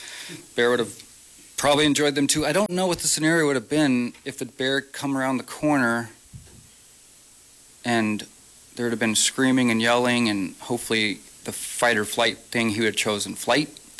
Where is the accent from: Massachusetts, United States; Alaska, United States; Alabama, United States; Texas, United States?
Alaska, United States; Kodiak; I grew up here in Kodiak and moved back with my family about 7 years ago.